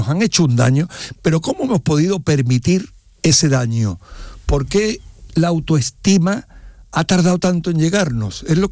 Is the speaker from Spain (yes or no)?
yes; Málaga, Andalusia, Spain; yo que soy de Málaga